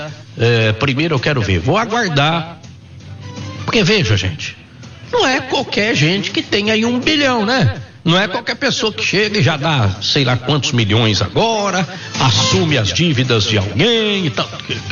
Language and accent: Portuguese; Minas Gerais, Brazil; eu sou mineiro, mineiro é desconfiado